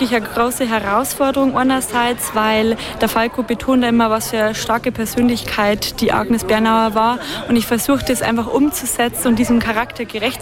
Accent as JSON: {"language": "German", "region": "Bavaria", "country": "Germany", "accent": "Bavarian", "said": "Also meine Mundart ist ja bayerisch."}